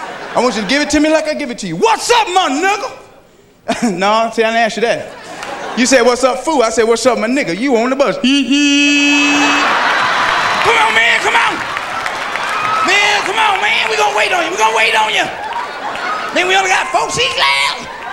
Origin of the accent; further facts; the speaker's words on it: Atlanta, Georgia, United States; I'm from Atlanta, Georgia